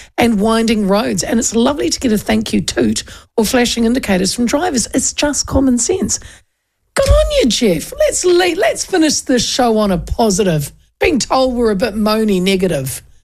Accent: Hastings, Hawke's Bay, New Zealand; now in Auckland, New Zealand; I was brought up in Hastings

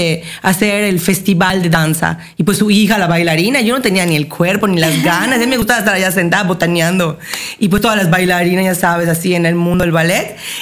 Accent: Yucatán, Mexico; moved away as an adult; now in Paris, France; me encanta estar en mi tierra con los kebab yucas que me conocen.

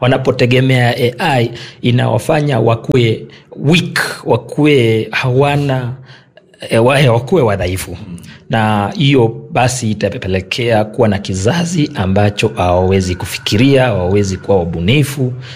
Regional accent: Bungoma County, Kenya; first language Kalenjin; Swahili is a second language

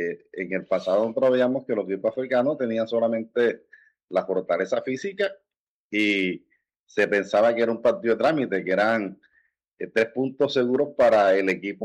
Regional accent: San Basilio de Palenque, Bolívar, Colombia; Soy palenquero y mi origen es el continente africano, mis ancestros, pero hoy yo soy nacional colombiano, nacido aquí

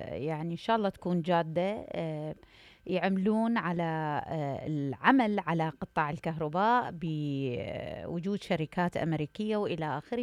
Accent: Iraq; عندنا بالعراق

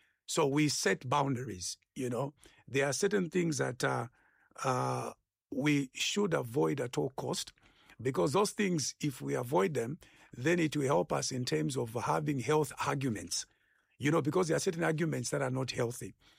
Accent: Zambia; the way I grew up in Zambia, and then I have a region where I come from. Mm. And you know, I come from northern from my father's side, and I come from northwestern from my mother's side.

